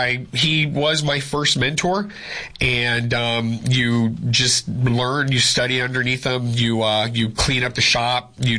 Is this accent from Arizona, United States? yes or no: yes; Mesa, Arizona, United States; born there; also born or lived in Yuma, Arizona; We moved to the Valley. So I grew up in Mesa, but we would move back here and there too.